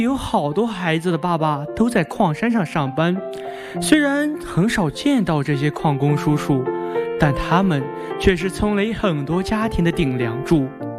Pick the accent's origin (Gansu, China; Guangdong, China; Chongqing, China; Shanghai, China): Gansu, China; Qingyang; moved away as an adult; now in Wuhan, China; 我的家乡在甘肃庆阳，那是个被矿业滋养的地方。